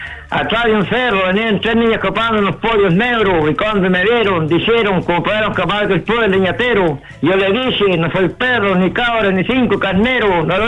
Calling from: Cañete, Biobío, Chile; De Cayo Cupil, de Cañete.

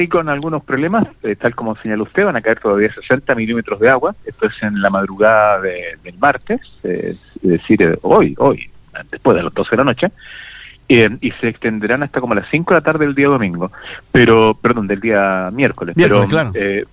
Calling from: Valparaíso, Chile

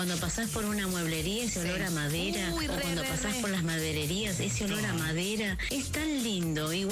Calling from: Benavides, Buenos Aires Province, Argentina; de Benavides.

